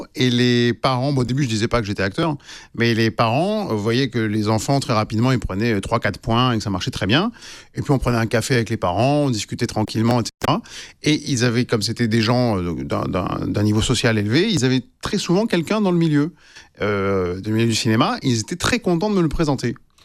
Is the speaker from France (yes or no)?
yes; Nice, Provence-Alpes-Côte d'Azur, France; moved away as an adult; also born or lived in Lyon / Paris; now in Los Angeles, United States; C'est que donc maintenant, j'habite à Los Angeles. Donc j'habite à Los Angeles, même si je suis un enfant de Nice. De Nice. Je suis passé par Paris, donc, et puis je suis à Los Angeles depuis 2012.